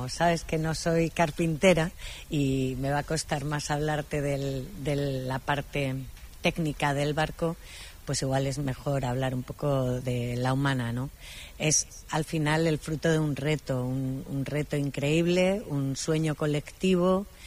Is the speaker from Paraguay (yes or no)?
no; Cáceres, Extremadura, Spain; now in Basque Country, Spain; Yo soy de Cáceres y aquí estoy